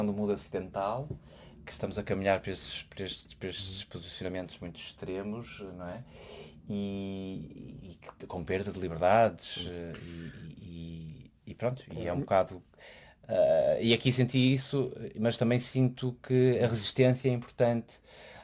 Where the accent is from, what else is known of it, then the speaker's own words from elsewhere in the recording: Portugal; moved away; eu quando digo que sou de Portugal